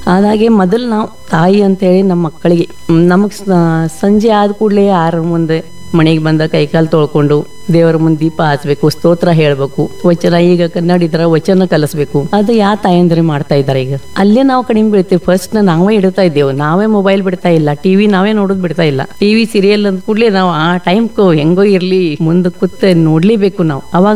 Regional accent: Sangli, Maharashtra, India; Kannada is a second language; moved away as an adult; also born or lived in Nashik / Pune; now in Belagavi, India; ಯಾಕಂದ್ರೆ ನಾವು ಮಹಾರಾಷ್ಟ್ರದಾಗ ಬೆಳೆದವ್ರು ಎಲ್ಲರು. ನನ್ನ ಹುಟ್ಟು ನಾಸಿಕ್ ಊರು. ನಾಸಿಕ್ದಿಂದ ನಾವು ಪುಣಾಯಿನ ಮಾಡಿ ಸಾಂಗ್ಲಿ, ನಂದ ಎಜುಕೇಶನ್ ಅಲ್ಲಿ ಶುರು ಆಗಿದ್ದು.

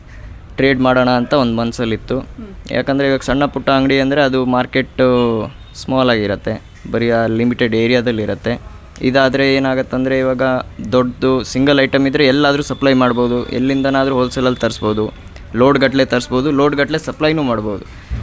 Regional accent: Shivamogga, Karnataka, India; ಇಲ್ಲೇ ಶಿವಮೊಗ್ಗದಲ್ಲೇ.

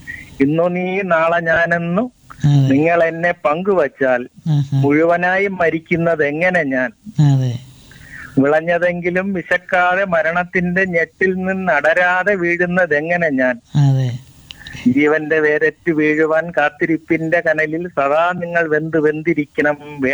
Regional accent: Vellanad, Kerala, India; ഞാൻ ഇവിടെ കരുണാസായി അടുത്ത് തന്നെ സാർ, വള്ളനാട് തന്നെ.

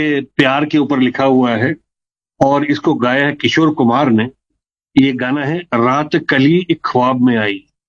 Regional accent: Kota, Rajasthan, India; now in Jaipur, India; जयपुर में वैशाली नगर में रहता हूं। यहां पर मैंने अपना मकान बनाया है। ओरिजिनली हम लोग सब कोटा से बिलोंग करते हैं। अभी 20 साल से मैं जयपुर में रह रहा हूं।

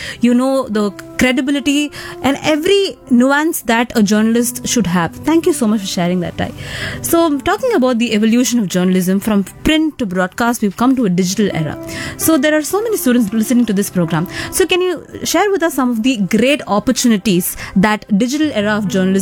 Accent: India

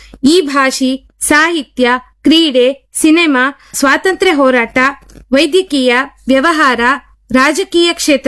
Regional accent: Kundapura, Karnataka, India; ಅರಬ್ಬಿ ಸಮುದ್ರ ಇತ್ತು, ಪಶ್ಚಿಮ ಘಟ್ಟ ಇತ್ತು. ಹೀಗೆ ಪ್ರಕೃತಿ ಸೌಂದರ್ಯ ಹೊಸ್ರ ನಮ್ಮೂರ್.

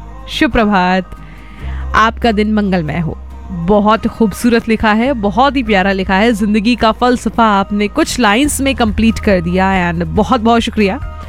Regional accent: Bareilly, Uttar Pradesh, India; now in Gonda, India; हम तो हैं भैया बरेली की बर्फी वाले।

